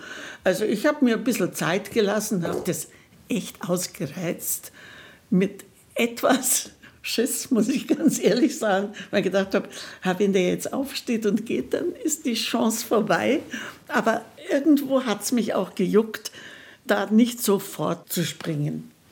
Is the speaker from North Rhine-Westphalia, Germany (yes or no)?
no; Munich, Bavaria, Germany; Weil ich wollte unbedingt als Münchnerin bei der Eröffnung des Nationaltheaters dabei sein.